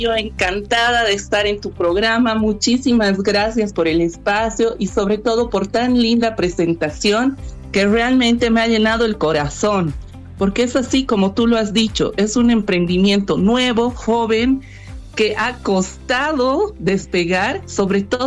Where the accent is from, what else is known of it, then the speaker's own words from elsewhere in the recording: La Paz, Bolivia; somos todas mujeres bolivianas, sobre todo paceñas